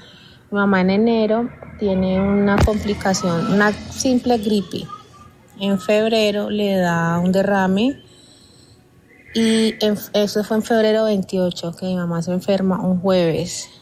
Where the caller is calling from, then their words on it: Yumbo, Valle del Cauca, Colombia; yo vivo en Yumbo